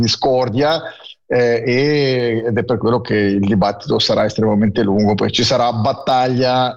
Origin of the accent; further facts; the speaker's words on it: Ticino, Switzerland; come ticinesi